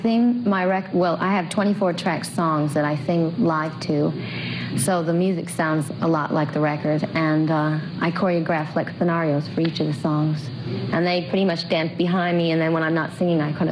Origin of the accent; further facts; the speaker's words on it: Detroit, Michigan, United States; I'm from Detroit and I'm 21.